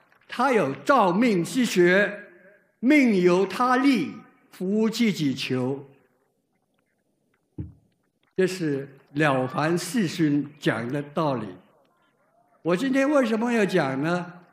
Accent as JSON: {"language": "Chinese", "region": "Guangdong", "country": "China", "said": "我是广东人。"}